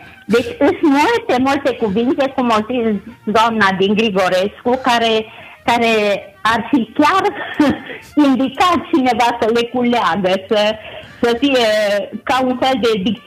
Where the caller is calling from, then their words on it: Jula, Cluj County, Romania; acasă la Jula, noi fiind sate vecine, dar la noi în sat nu se folosea sireu